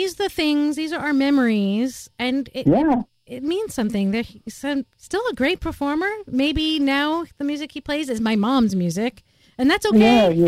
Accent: New York City, New York, United States; moved away as an adult; also born or lived in Southern California; now in Bay Area, United States; I'm originally from Brooklyn, New York.

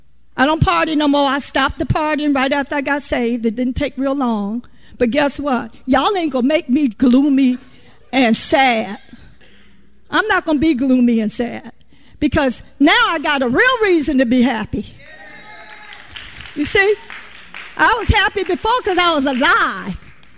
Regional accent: Virginia, United States

